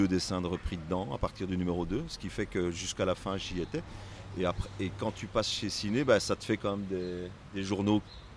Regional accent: Belgium; Alors, je suis belge.

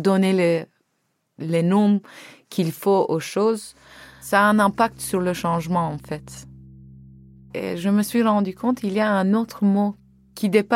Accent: Anatolia, Turkey; French is a second language; moved away; je préfère dire que je suis anatolien, je viens d'Anatolie

